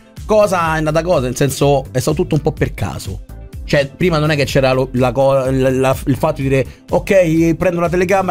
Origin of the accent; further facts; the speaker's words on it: Rome, Lazio, Italy; So de Roma.